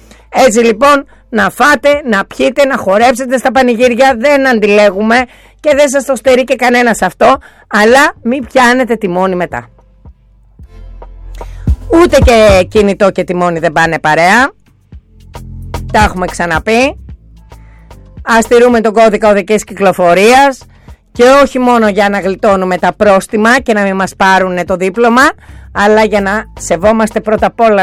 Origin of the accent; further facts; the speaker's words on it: Greece; ως Έλληνες οδηγοί